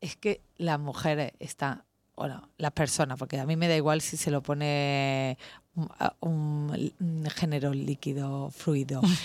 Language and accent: Spanish; Baena, Andalusia, Spain; La patrona de mi pueblo es la Virgen de Guadalupe y es el 9 de septiembre.